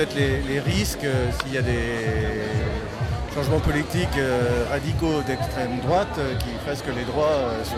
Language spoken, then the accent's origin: French; Saint-Nazaire, Pays de la Loire, France; born there; now in Paris, France; Je suis nazérien, enfin, je suis né à Saint-Nazaire, mais j'habite Paris depuis 40 ans